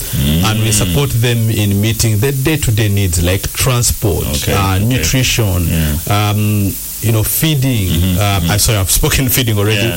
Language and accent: English; Eastern Region, Uganda; we are from Teso.